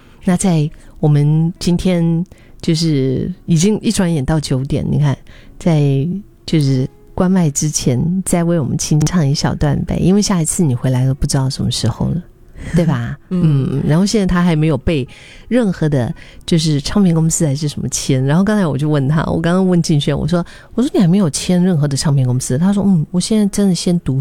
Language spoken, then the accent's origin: Chinese; Singapore; moved away as an adult; now in Taiwan; 其实虽然就是家在新加坡，从小在新加坡长大啊，但是去台湾读硕士生，